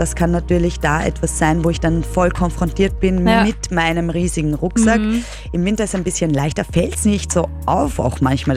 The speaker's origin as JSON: {"language": "German", "region": "Lower Austria", "country": "Austria", "said": "Ich komme aus dem Waldviertel, ja."}